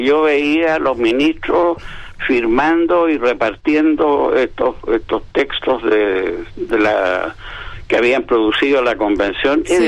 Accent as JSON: {"language": "Spanish", "country": "Chile", "said": "si todos somos chilenos y orgullosos de ser chileno, yo al menos lo soy, y parece que la gran mayoría de mi país lo es."}